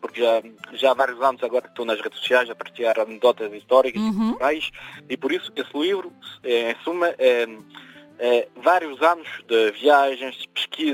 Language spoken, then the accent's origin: Portuguese; France; moved away as an adult; now in South Korea; nasci em França, nasci e vivi em França, agora estou a viver na Coreia do Sul.